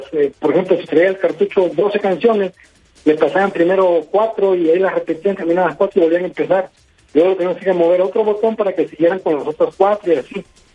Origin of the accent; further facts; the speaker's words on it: Lerdo de Tejada, Veracruz, Mexico; moved away as an adult; now in Ciudad Juárez, Mexico; Yo soy el Lerdo de Tejada, nada más que ya tengo 37 años viviendo acá.